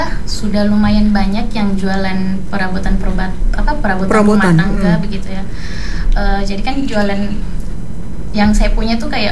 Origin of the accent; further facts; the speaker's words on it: Makassar, South Sulawesi, Indonesia; moved away as an adult; also born or lived in Takalar; now in Fakfak, Indonesia; saya kan memang asli Makassar.